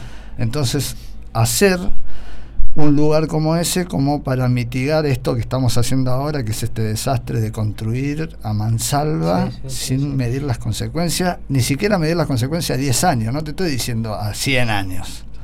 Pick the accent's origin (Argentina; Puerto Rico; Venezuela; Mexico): Argentina; Córdoba; Bueno, pasó lo mismo en Córdoba. Yo soy cordobés y fui hace poco, y lo que ha cambiado en 10, 15 años es, de hecho, ya se habla del Gran Córdoba, el Gran Rosario.